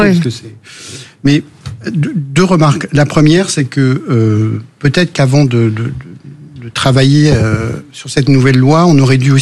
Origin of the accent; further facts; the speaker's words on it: Auvergne-Rhône-Alpes, France; dans mon département, je suis originaire de l'Allier